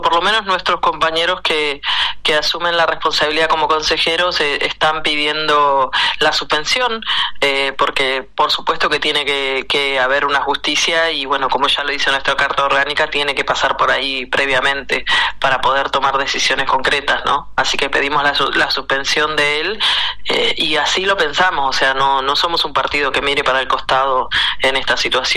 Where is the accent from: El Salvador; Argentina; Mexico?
Argentina; nuestra historia como argentinos, como argentinas.